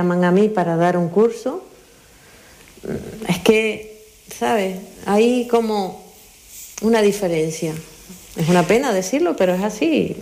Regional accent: Icod de los Vinos, Canary Islands, Spain; Ayuntamiento de Ico de los Vinos, de donde soy yo, el poco apoyo

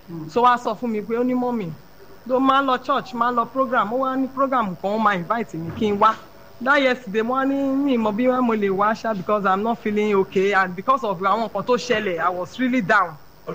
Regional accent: Ikotun, Lagos, Nigeria; Mo wá láti Ìkọ̀tú.

